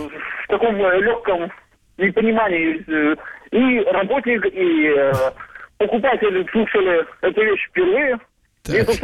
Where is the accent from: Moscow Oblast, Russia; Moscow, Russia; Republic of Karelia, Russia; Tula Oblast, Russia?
Republic of Karelia, Russia; Kostomuksha; родиться в прекрасном месте. У нас очень маленький, но уютный городок, которому еще 40 лет даже нет. И совместно с Финной, между прочим, построенный.